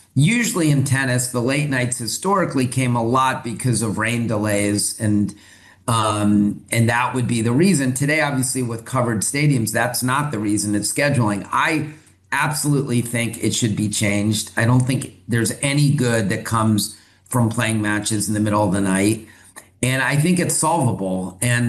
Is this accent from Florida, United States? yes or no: no; Washington, District of Columbia, United States; So I've always been grateful for David for hiring me and bringing me back to my hometown.